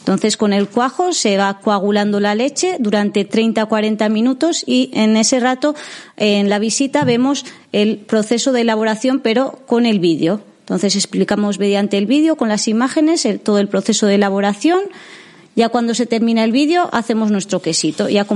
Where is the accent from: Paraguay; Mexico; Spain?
Spain; Zerain, Basque Country; Bueno, yo soy de Zerain, porque las ovejas tenemos en Zerain y mis padres son de Zerain, y la quesería tenemos en Idiazábal.